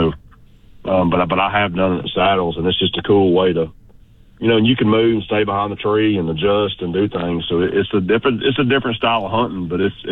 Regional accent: Georgia, United States; Man, I was like most redneck kids growing up in Georgia

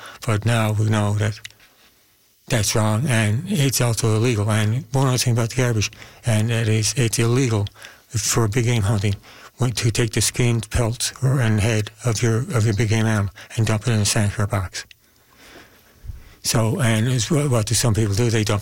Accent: St. John's, Newfoundland and Labrador, Canada; I grew up here in St. John's. Yeah. Well, I went to school in St. John's. I grew up out in Amherstville, but it was the bay, the heart of the bay.

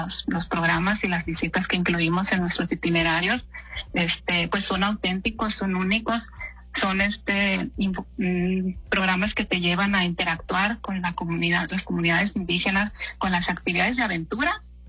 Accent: northern Mexico, Mexico; Pues soy así es, sí, soy mexicana, decía yo. Entonces me dicen inmediatamente, qué bonito es Cancún.

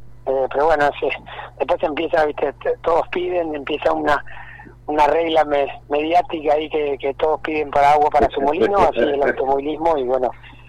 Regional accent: Concepción del Uruguay, Entre Ríos, Argentina; siento que soy el representante del Turismo Carretera de Concepción Uruguay, siempre la gente me apoya, me ve en la ciudad

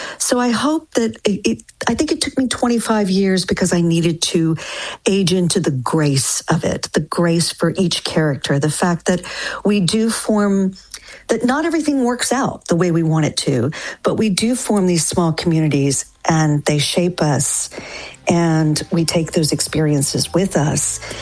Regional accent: Denton, Texas, United States; moved away; it's a somewhat fictionalized account of my hometown, which is Denton, Texas. But when I lived there, you know, it was very small. There was only one high school, but it was such a unique place to be because, you know, it's North Texas, it's flat

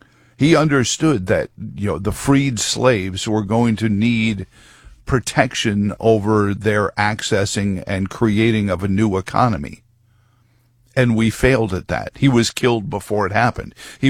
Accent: Virginia, United States; our past is we were also the home of Buck versus Bell, very infamous Supreme Court decision in which my home state's ability to sterilize black women because they were on public assistance.

